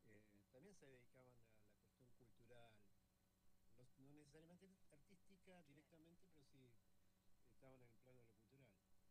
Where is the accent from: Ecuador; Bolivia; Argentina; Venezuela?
Argentina; Necochea, Buenos Aires Province; moved away as an adult; also born or lived in La Plata; now in Neuquén, Argentina; soy de Necochea, me fui a estudiar a La Plata en Bellas Artes, me vine a Neuquén en una visita y me quedé, no me volví.